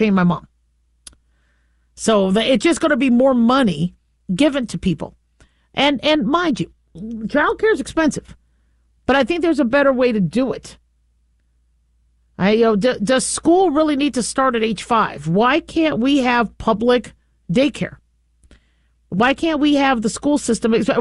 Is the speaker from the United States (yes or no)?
yes; California, United States; born there; now in Nevada, United States; I love California. I'm from California. I was born there. I would love to move back one day